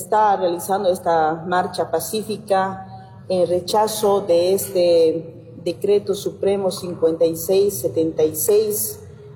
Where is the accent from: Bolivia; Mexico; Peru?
Bolivia; Que estamos muy afectados como pueblo boliviano.